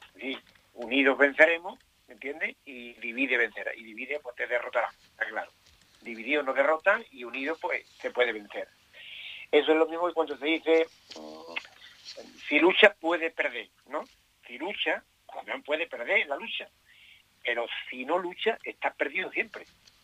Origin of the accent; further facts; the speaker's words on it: El Coronil, Andalusia, Spain; born there; also born or lived in El Campillo; mi pueblo donde nací es Campillo, pero bueno, vivo en el Coronil, ya llevo aquí viviendo pues 60 años.